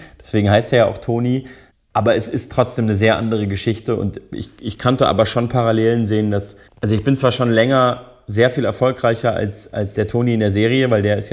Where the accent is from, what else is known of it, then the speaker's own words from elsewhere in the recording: Munich, Bavaria, Germany; in München, ich komme ja auch aus München, in meiner Heimatstadt